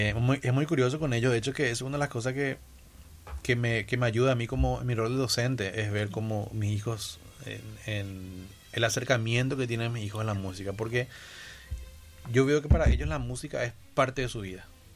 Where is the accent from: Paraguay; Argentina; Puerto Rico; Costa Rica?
Paraguay; expresar quién soy yo como paraguayo